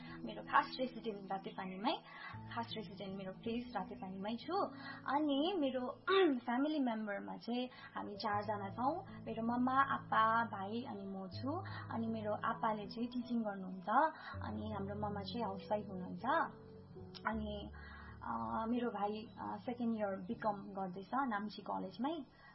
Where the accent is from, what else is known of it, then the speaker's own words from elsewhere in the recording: Ravangla, Sikkim, India; born there; 18 September 2000 सालमा राबङला हस्पिटलमा म जन्मेको.